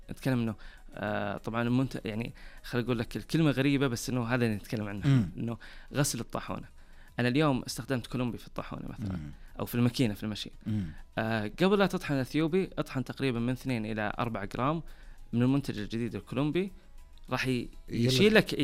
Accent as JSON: {"language": "Arabic", "country": "Saudi Arabia", "said": "براندات موجودة عندنا في السعودية"}